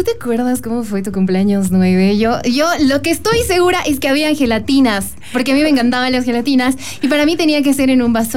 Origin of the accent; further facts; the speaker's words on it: La Paz, Bolivia; ellos ya saben cómo somos los paseñitos